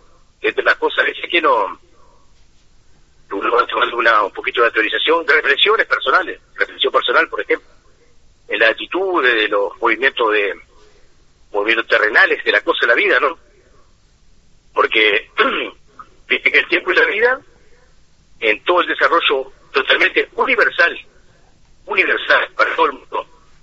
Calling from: Salto, Uruguay; yo soy de Salto.

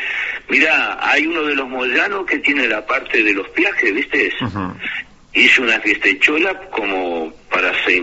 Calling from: Argentina; Yo vivo en Argentina

